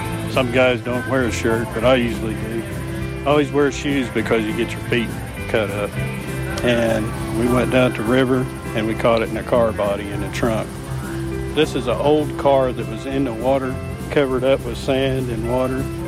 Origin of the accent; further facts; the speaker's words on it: Caddy Mead, Oklahoma, United States; I'm from Caddy Mead, Oklahoma. I am fourth generation Okie noodler.